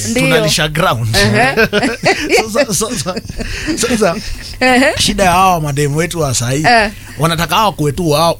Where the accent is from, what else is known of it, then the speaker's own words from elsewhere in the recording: Nairobi, Kenya; So nimezaliwa Golf Course estate, mm-hmm. inaitwa Highview Vista, huko ni mtaa.